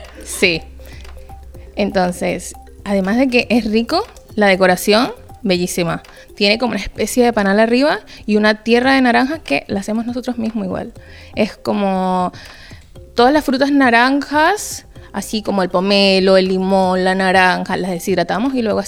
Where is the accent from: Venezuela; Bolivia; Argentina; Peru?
Venezuela; moved away as an adult; now in Chile; soy venezolana. Llevo 8 años aquí.